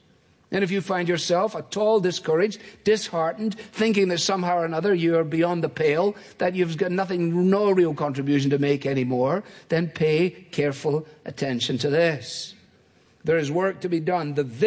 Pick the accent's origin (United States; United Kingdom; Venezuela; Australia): United Kingdom; Scotland; As a Scotsman, it appeals to me.